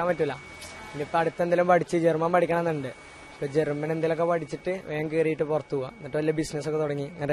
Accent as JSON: {"language": "Malayalam", "town": "Nilambur", "region": "Kerala", "country": "India", "lives_now": "Kochi, India", "said": "Nilambur."}